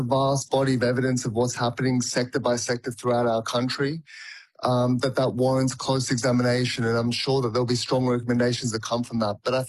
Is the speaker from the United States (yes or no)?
no; Australia; We're Australian Jews and we advocate for our community and we express our views, our criticisms and our support.